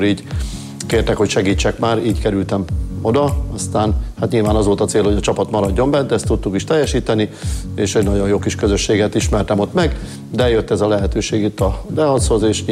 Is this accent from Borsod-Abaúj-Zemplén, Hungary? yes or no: yes; Borsod-Abaúj-Zemplén, Hungary; moved away as an adult; also born or lived in Hajdú-Bihar; now in Debrecen, Hungary; Nyilván már félig borsodi vagyok, félig hajdúbihari, sőt már több is, mert ugye Borsodban 30 évet éltünk, Hajdúbihariban már 33. év, úgyhogy azóta itt élünk Debrecenben.